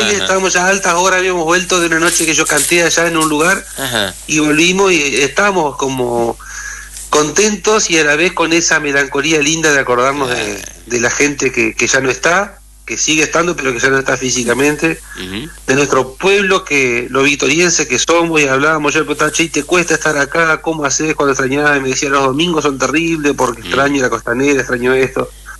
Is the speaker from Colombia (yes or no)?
no; Victoria, Entre Ríos, Argentina; born or raised there